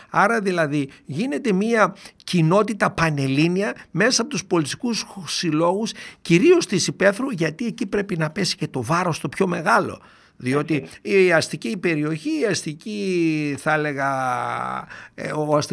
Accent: Doirani, Central Macedonia, Greece; born there; τον τόπο μου, το γενέθλιο, το Κιλκής, το Λαχανά, και λίγο δύο μέρες πιο πίσω στο χωριό μου τη Δοϊράνη.

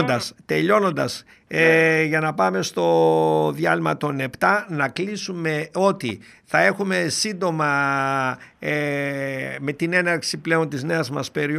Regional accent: Doirani, Central Macedonia, Greece; Όλοι οι συντοπίτες μου, είτε στο χωριό μου εκεί στη Δοϊράνη

